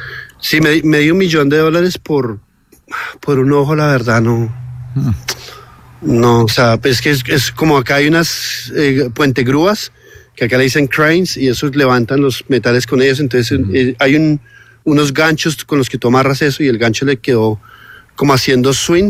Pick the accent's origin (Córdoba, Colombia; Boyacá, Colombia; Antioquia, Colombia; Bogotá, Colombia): Bogotá, Colombia; moved away; Yo soy bogotano. Yo vivía en Ciudad Bolívar. Y yo estudiaba en Arborizadora Alta, en un barrio que se llama Potosí.